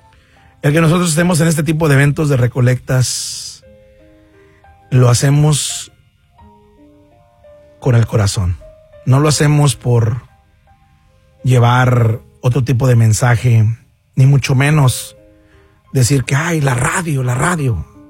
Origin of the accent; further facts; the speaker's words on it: Mexico; ¿Ves cómo somos los mexicanos?